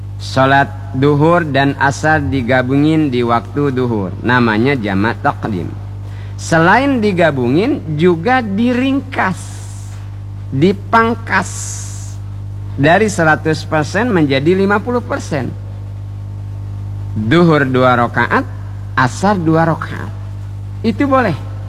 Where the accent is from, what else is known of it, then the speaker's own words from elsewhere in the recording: Bangka Belitung Islands, Indonesia; kita orang Bangka